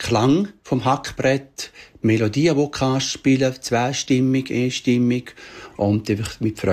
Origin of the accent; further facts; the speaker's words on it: Appenzell, Appenzell Innerrhoden, Switzerland; Bei uns in Appenzell hat man dann auch einen gefunden, der Aldes Jock.